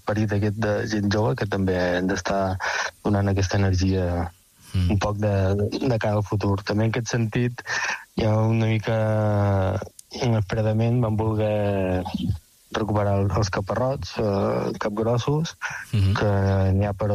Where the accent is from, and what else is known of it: Reus, Catalonia, Spain; born or raised there; moved away as an adult; now in Mallorca, Spain